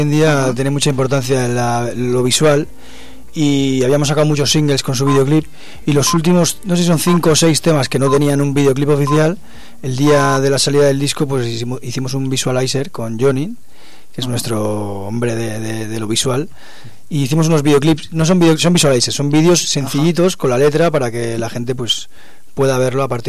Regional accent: Basque Country, Spain; Sí, yo soy del País Vasco y ama en euskera es madre.

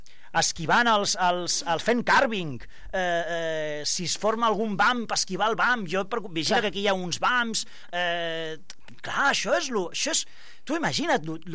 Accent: El Prat de Llobregat, Catalonia, Spain; jo sóc del Prat i jo m'estimo el meu poble

